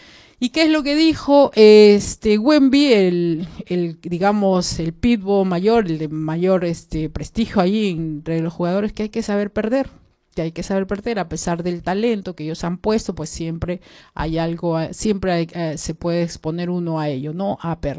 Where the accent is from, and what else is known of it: Peru